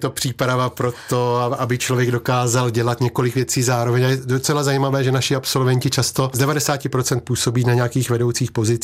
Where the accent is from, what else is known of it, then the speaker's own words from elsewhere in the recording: Letohrad, Pardubice Region, Czechia; moved away as an adult; now in Hradec Králové, Czech Republic; Jsem východočech, pocházím z Orlických hor z Letohradu, kde dnes vlastně už 35 let pořádám velký mezinárodní hudební festival.